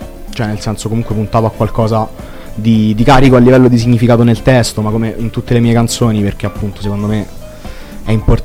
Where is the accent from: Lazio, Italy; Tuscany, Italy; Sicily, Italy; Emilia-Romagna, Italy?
Lazio, Italy; Latina; vengo da Latina, ho 21 anni, quasi 22